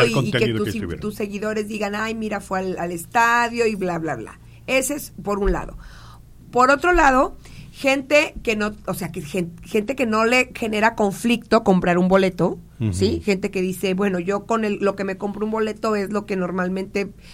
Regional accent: Mexico; Pero sí creo que como mexicanos no quedamos contentos, no quedamos satisfechos, no nos vimos identificados.

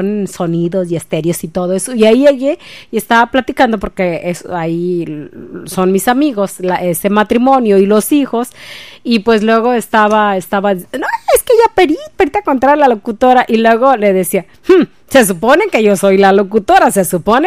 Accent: Apatzingán, Michoacán, Mexico; yo soy muy propia de Apatzingán, Michoacán

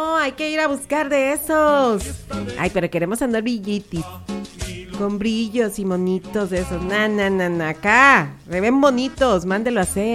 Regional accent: Mexico; los mexicanos somos bien a todo dar

